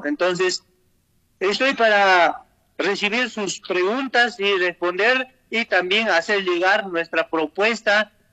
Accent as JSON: {"language": "Spanish", "region": "Cusco", "country": "Peru", "said": "nuestra región Cusco"}